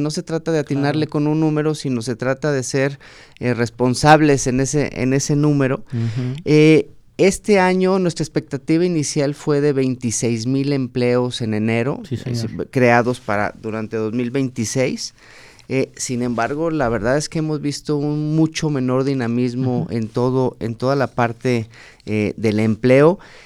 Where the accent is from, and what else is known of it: Mexico